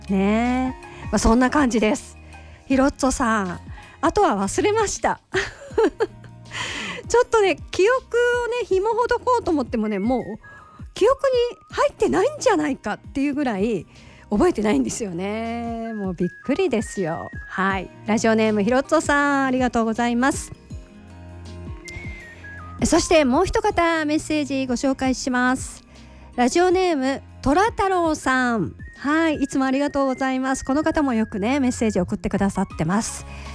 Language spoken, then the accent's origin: Japanese; Osaka, Japan; born there; accent: Osaka dialect; moved away; 私は大阪ですけれども